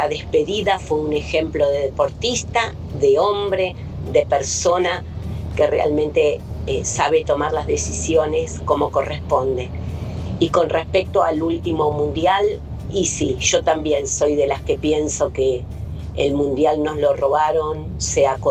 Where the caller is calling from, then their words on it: Argentina; como argentina, como mujer